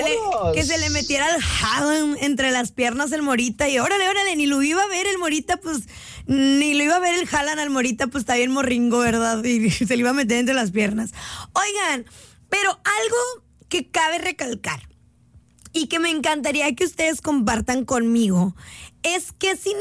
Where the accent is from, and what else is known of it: Mexico